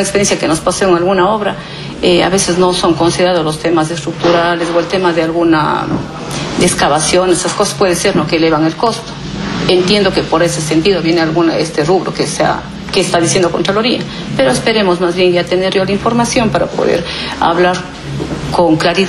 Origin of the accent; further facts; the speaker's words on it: Sidcay, Azuay, Ecuador; soy nativa de la parroquia rural Sidcay, entonces siempre yo he trabajado con el pueblo y para el pueblo, y así tiene que ser.